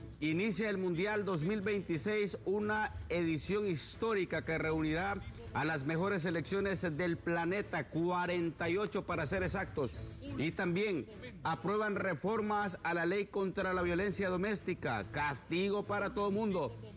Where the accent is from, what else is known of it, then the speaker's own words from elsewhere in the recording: La Libertad, Comayagua, Honduras; mi pueblo, La Libertad, Comayagua.